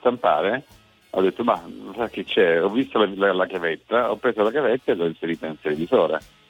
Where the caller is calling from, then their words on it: Apulia, Italy; Provincia di Lecce.